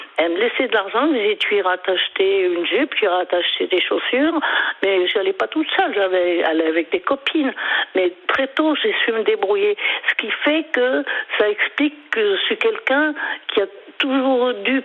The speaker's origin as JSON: {"language": "French", "town": "Lyon", "region": "Auvergne-Rhône-Alpes", "country": "France", "tie": "born there", "said": "je suis revenue sur Lyon, parce que moi, à l'origine, je suis née à Lyon, pour continuer mes études"}